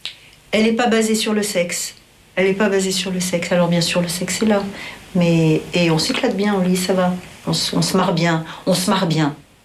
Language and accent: French; Paris, Île-de-France, France; born there; Donc je me traîne ce déracinement. Moi, je suis née à Paris.